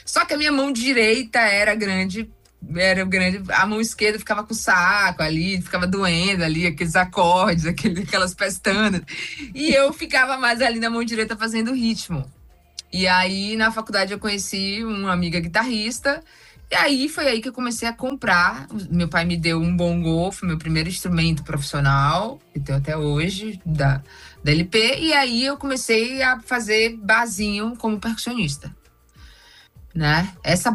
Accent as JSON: {"language": "Portuguese", "town": "Salvador", "region": "Bahia", "country": "Brazil", "tie": "born or raised there", "said": "nascida no bairro do Bonfim, né? Eu fiz a música … em homenagem a esses bairros. Eu nasci no Bonfim ali."}